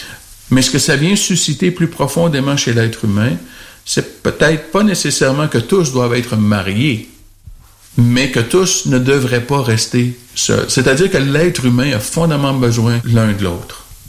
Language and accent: French; Quebec, Canada; chez nous, au Québec